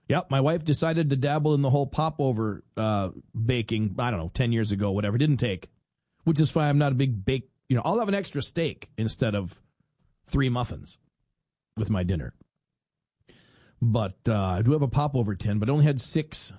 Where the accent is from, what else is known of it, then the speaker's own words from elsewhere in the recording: North Dakota, United States; Because I grew up in North Dakota. Granted, I could see Minnesota from my house.